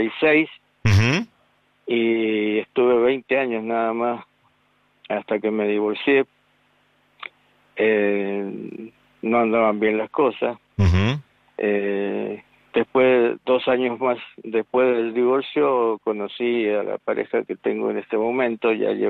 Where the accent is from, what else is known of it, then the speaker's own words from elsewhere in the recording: Guaymallén, Mendoza, Argentina; No, siempre... Nací acá en Mendoza y acá estoy.